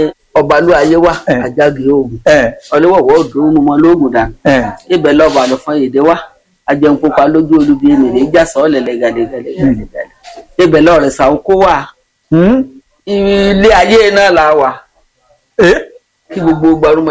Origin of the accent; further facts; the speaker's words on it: Ekiti, Nigeria; Èkìtì ni mí.